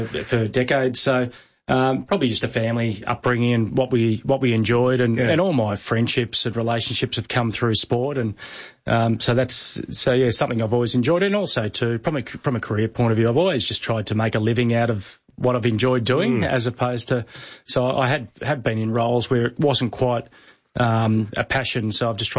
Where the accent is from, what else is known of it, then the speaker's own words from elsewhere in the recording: Melbourne, Victoria, Australia; I grew up in Avondale Heights with the family